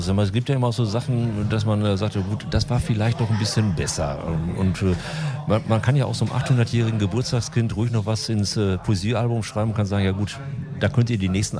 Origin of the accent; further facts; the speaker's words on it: Hesse, Germany; ich komme aus Hessen.